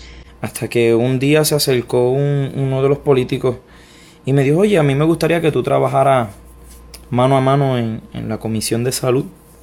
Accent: Ponce, Puerto Rico; born there; Yo nací en Ponce, en Puerto Rico.

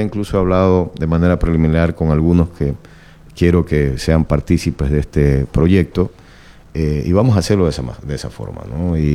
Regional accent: El Guabo, El Oro, Ecuador; Sí, toda mi vida, ¿no? Ahí es donde he crecido, junto a toda la gente.

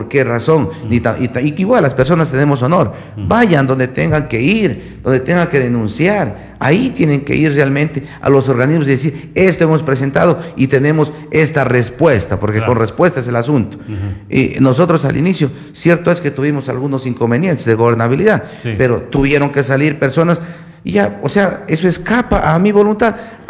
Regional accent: Catamayo, Loja, Ecuador; yo soy de Catamayo.

